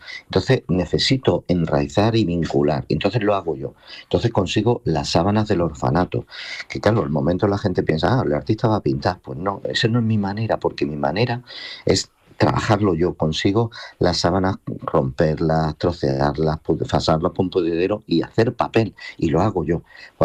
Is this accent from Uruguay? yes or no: no; Jaén, Andalusia, Spain; born there; nací en Jaén